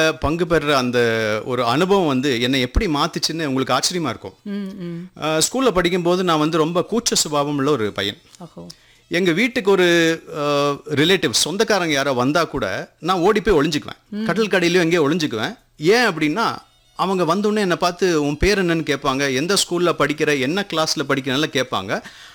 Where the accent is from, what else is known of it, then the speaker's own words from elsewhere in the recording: Coimbatore, Tamil Nadu, India; நான் கோவையைச் சேர்ந்தவன் தான். பள்ளி படிப்பை வந்து நான் கோவை தூய மைக்கேல் மேல்நிலை பள்ளியில் முடித்தேன்.